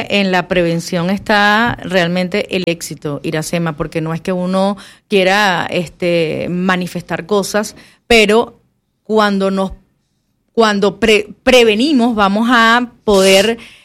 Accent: Venezuela; moved away; como venezolanas tenemos ese trauma que pasó hace poco

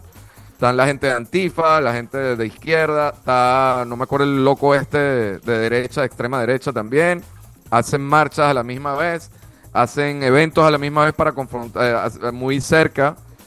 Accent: Venezuela; now in Panama; como extranjero, residente legal en Panamá, no estoy de acuerdo con eso. Siendo venezolano, pasando por todas las penurias que pasamos

